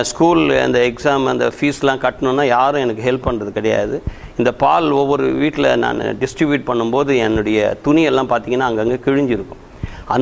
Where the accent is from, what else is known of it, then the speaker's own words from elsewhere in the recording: Chennai, Tamil Nadu, India; பிறந்து வளர்ந்தது எல்லாமே மயிலாப்பூர் ஆல் இண்டியா பேக் சைடில் கார்னீஸ்வரர் கோவில் சீட் நம்பர் 40, அங்கே தான் நான் பிறந்து வளர்ந்தது எல்லாமே.